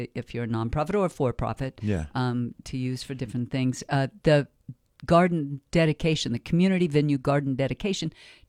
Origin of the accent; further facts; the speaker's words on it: Durango, Colorado, United States; I'm from Durango